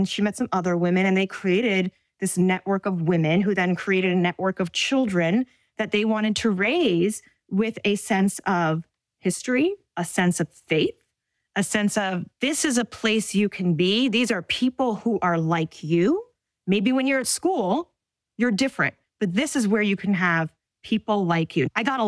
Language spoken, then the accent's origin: English; United States; part of their family experience in a way that I don't think we, my generation, truly understands growing up in America.